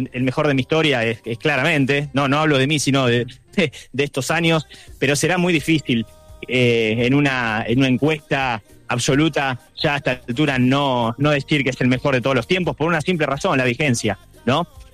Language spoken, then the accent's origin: Spanish; Argentina